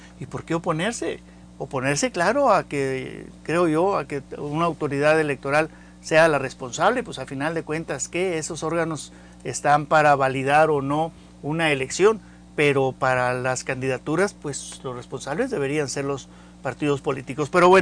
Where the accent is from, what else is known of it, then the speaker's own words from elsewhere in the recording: Mexico; somos nosotros como mexicanos